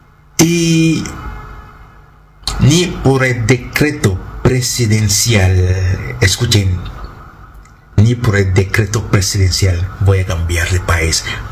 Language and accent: Spanish; Cameroon; now in Paraguay; Soy de Camerún, …. Y me siento bien en Paraguay.